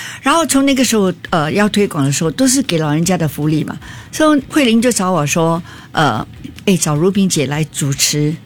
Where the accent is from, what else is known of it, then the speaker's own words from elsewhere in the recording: Singapore; 我们新加坡人蛮幸福的啦，